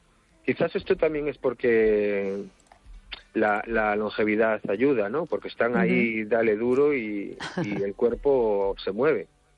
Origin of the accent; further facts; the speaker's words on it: Cangas, Spain; yo soy de Cangas y tengo ese uh-huh. lenguaje aún de ir a sachar a beija.